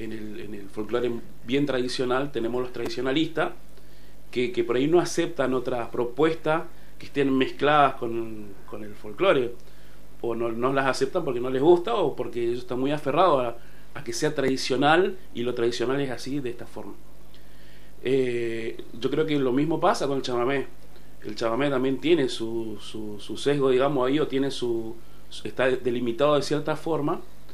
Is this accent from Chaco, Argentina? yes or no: yes; Resistencia, Chaco, Argentina; moved away as an adult; now in La Plata, Argentina; Yo soy de Chaco, yo soy de Resistencia.